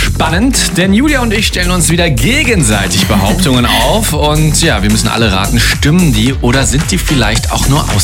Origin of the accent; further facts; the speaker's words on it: Paderborn, North Rhine-Westphalia, Germany; moved away; Also ich bin ja in NRW groß geworden